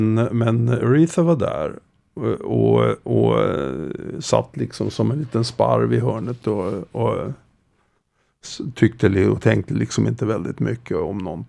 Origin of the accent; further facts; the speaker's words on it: Sweden; moved away; Jag var hemma I Sverige ett par år och sen flyttade jag tillbaka 78 och då 79 fick jag jobbet med